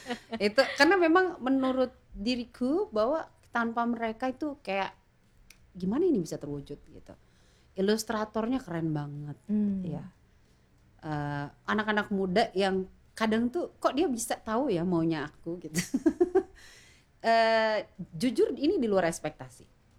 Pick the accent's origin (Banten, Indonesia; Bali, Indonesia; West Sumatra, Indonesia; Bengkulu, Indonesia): Bengkulu, Indonesia; kita tuh memang Melayu Bengkulu ya secara besar